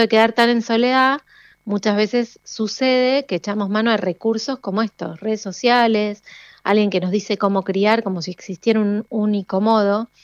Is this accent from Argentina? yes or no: yes; Rojas, Buenos Aires Province, Argentina; moved away; yo vengo de una zona relativamente rural, me crié en Rojas, provincia de Buenos Aires, y mis abuelos venían del campo